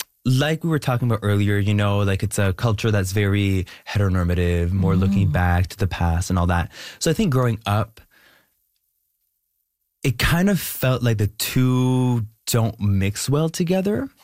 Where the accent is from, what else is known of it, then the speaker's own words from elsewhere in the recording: Canada; As soon as I walk around and I say I'm French Canadian, we assume automatically that I'm from Quebec.